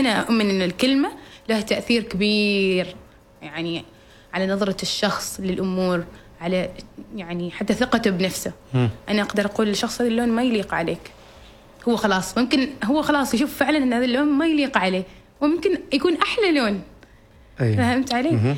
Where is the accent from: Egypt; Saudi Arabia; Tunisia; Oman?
Oman; واقعنا إحنا كعمانيين.